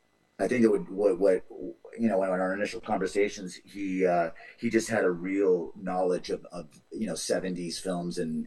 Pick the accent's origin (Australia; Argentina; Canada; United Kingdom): Canada; now in United States; I'm Canadian. I love Canada, born and raised. America gave me the amazing opportunity of flourishing in this great film business, and so I have a love for both countries